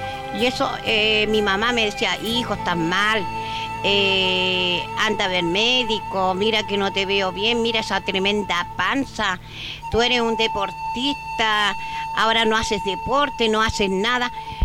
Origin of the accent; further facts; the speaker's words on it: Chile; Como yo soy chilena, me gusta el vino tinto.